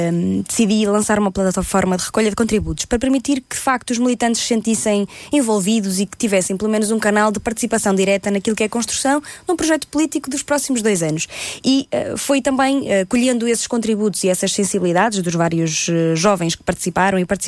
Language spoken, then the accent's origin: Portuguese; Alfândega da Fé, Norte, Portugal; vindo eu de um distrito do interior, de um concelho muito pequenino, de Bragança, eu venho da Alfândega da Fé, do distrito de Bragança